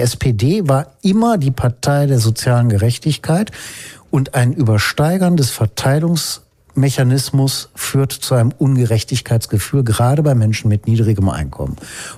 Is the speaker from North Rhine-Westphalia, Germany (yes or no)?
yes; North Rhine-Westphalia, Germany; Ich komme ja aus dem Ruhrgebiet